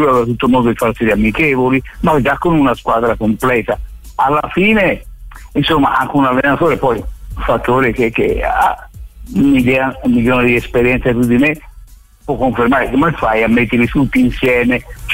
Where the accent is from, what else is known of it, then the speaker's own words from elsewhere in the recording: Florence, Tuscany, Italy; also born or lived in Milan; now in Como, Italy; Sì, buonasera a tutti, ma io sono fiorentino anche se...